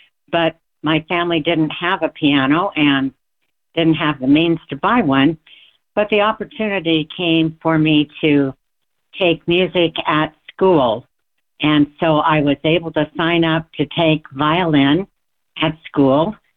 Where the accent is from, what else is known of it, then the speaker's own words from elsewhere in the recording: South Jordan, Utah, United States; from South Jordan, Utah